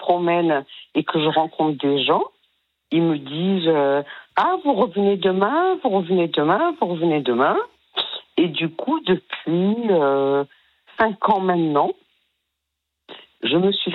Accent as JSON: {"language": "French", "town": "Le Tampon", "country": "Réunion", "said": "Après, voilà, le hasard, c'est que je suis réunionnaise."}